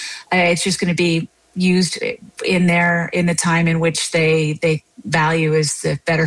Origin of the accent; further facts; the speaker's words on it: Sydney, Nova Scotia, Canada; I come from a steel town. I grew up in Sydney, Nova Scotia.